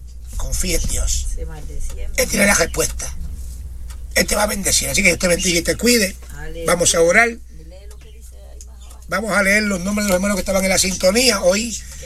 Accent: Corozal, Puerto Rico; En mi pueblo, en Corozal.

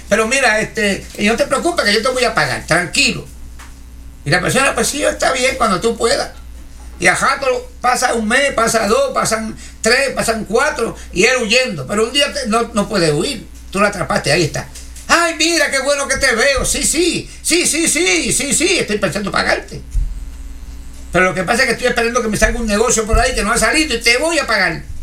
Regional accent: Puerto Rico; Hasta que yo vine de Puerto Rico estaba viva todavía.

